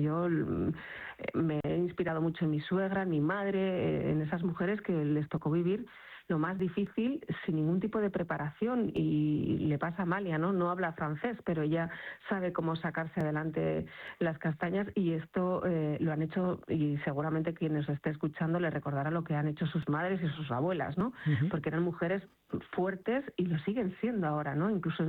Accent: Falces, Pamplona, Navarre, Spain; Porque es terreno conocido, es mi tierra, es la tierra de mis padres

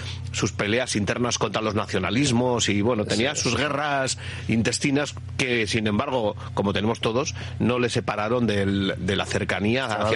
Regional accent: Lezama, Basque Country, Spain; en mi pueblo, en Lezama, en la zona de Munguía

